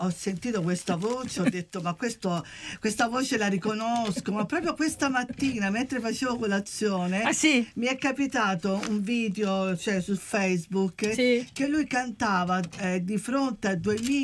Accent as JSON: {"language": "Italian", "country": "Australia", "tie": "born or raised there", "said": "Siamo cresciuti insieme qui in Australia, diciamo"}